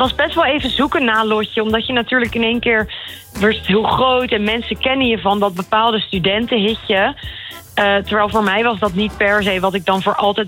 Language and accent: Dutch; Haastrecht, South Holland, Netherlands; ik kom wel uit een dorp waar ook ieder jaar een kermis was.